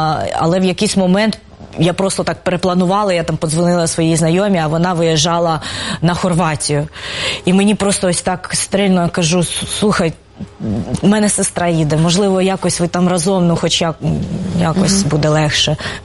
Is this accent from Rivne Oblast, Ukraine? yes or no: no; Cherkasy, Cherkasy Oblast, Ukraine; Так, це моє рідне місто.